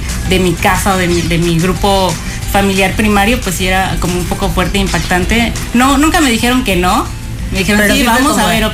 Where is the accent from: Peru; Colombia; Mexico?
Mexico; Puebla; yo soy de Puebla, la ciudad o la cultura y la sociedad poblana es un poco más conservadora y más tradicional.